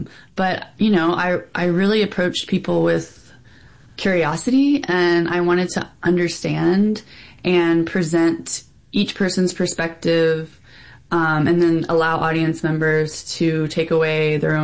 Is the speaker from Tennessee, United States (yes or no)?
yes; Memphis, Tennessee, United States; I'm from Memphis.